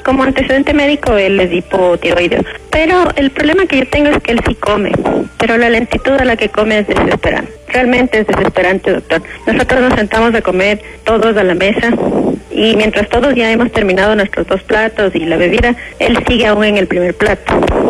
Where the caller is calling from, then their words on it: Tumbaco, Pichincha, Ecuador; Estoy llamando de Tumbaco